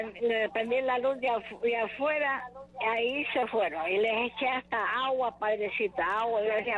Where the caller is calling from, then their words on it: Pasaje, El Oro, Ecuador; de aquí de Pasaje.